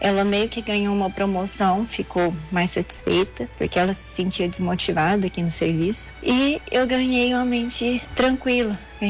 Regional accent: Guarulhos, São Paulo, Brazil; eu sou de Guarulhos.

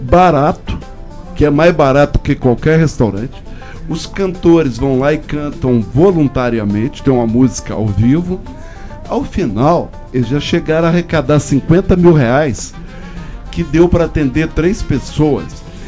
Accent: Brazil; E lá da Vila Boa Vista, onde eu fui criado

